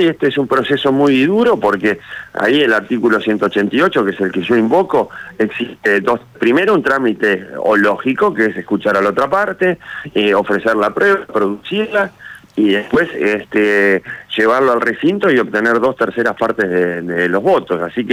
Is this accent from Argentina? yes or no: yes; Río Negro, Argentina; Yo soy de Río Negro, y tuvimos usurpaciones de campo, también ocurrió lo mismo en Entre Ríos.